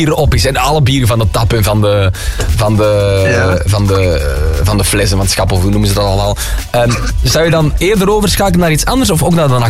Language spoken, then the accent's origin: Dutch; Erichem, Gelderland, Netherlands; Het is niet omdat ik uit Erichem kom, oorspronkelijk, maar dat ik Gita haar bericht uit Erichem wel begrijp.